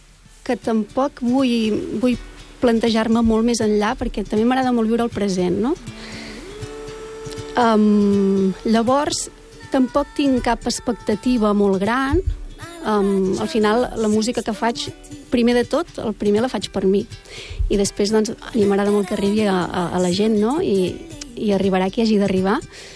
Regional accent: Borgonyà, Catalonia, Spain; moved away as an adult; de fet se'm nota, només obro la boca i ja tothom em diu, ostres, d'on ets? Sí, jo soc de Borgunyà, que és un poble molt petit d'Osona, a la comarca d'Osona, i fa 5-6 anys que estic per aquí.

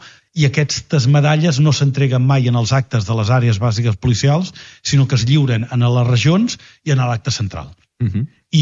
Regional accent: Mataró, Catalonia, Spain; Són la festa major de la Mercè, que sóc de Mataró.

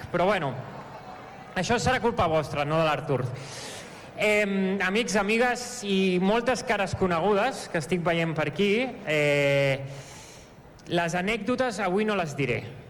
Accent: Badalona, Catalonia, Spain; born there; also born or lived in United States; vaig veure que vaig néixer a Badalona, vaig néixer a Can Ruti.

